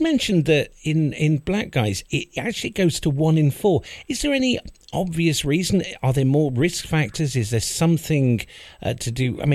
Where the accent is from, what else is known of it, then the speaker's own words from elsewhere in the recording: Derby, East Midlands, United Kingdom; I'm from Derby